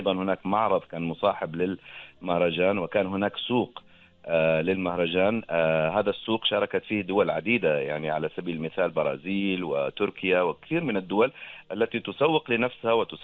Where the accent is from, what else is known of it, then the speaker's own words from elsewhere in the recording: Oman; هذه عمان، هذه كل هذه الاشياء موجوده، يعني انتم فقط ما صحراء فقط؟ قلنا لا، احنا ما صحراء فقط، عندنا الجبال الحجريه في الشمال متنوعه، ايضا سلاسل جبليه عندنا في الجنوب، الغابات والجبال الطينيه والامطار، عندنا البحار متنوعه جدا